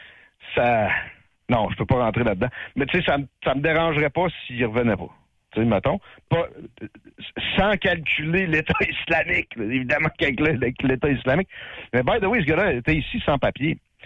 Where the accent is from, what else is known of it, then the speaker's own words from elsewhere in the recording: Canada; Je suis un Canadien français.